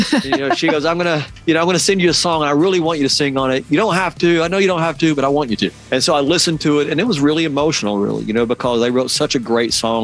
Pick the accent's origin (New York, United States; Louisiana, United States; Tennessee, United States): Tennessee, United States; we grew up in the same area of East Tennessee. We drove down the same roads.